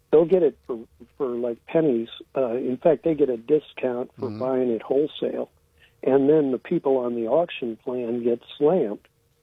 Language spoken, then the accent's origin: English; California, United States; Hey, I'm the guy from California